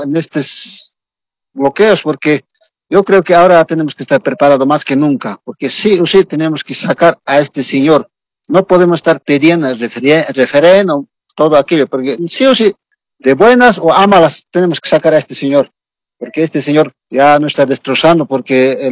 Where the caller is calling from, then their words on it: Muñecas Province, La Paz, Bolivia; Les estoy llamando de aquí, Departamento de La Paz, de Provincia Muñecas.